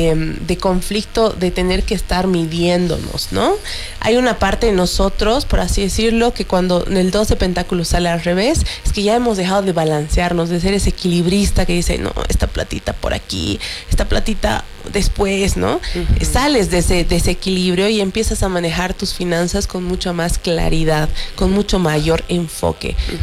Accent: Bolivia; somos una sociedad boliviana

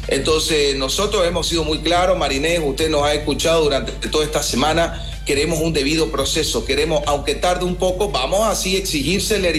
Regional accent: Bolivia; como pueblo boliviano, como ciudadanía

